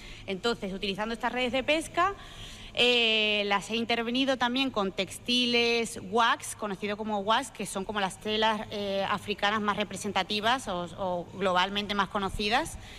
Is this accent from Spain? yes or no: yes; Tenerife, Canary Islands, Spain; moved away; also born or lived in Palencia; yo soy canaria, soy de Tenerife, pero mi padre es de Palencia y mi madre dominicana. Entonces yo parte de mi vida, gran parte, la pasé en un pueblo de Palencia